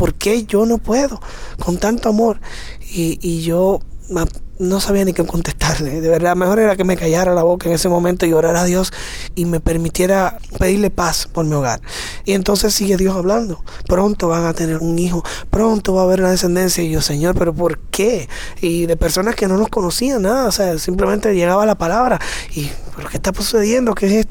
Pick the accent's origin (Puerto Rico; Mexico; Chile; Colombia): Puerto Rico; Yo soy de Puerto Rico. Soy el único varón. Tengo 3 hermanas.